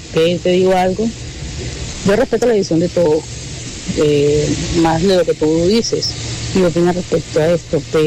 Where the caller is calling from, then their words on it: Canada; Buenas noches, Tropicana. … de Canadá.